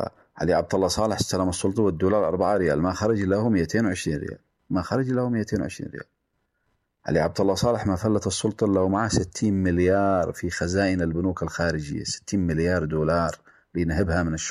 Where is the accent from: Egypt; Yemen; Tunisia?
Yemen; نثبت وجودنا في العالم كله كيمنيين